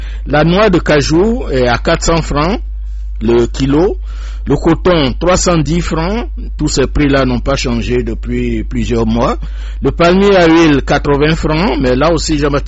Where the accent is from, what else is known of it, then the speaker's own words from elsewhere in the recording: Côte d’Ivoire; parce que nous sommes tous paysans, je viens de Grand Lépé